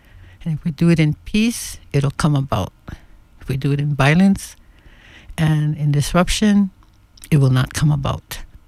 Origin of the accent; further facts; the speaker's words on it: Hawaii, United States; I am sovereign in my right here as a Hawaiian living in Hawaii on Kauai.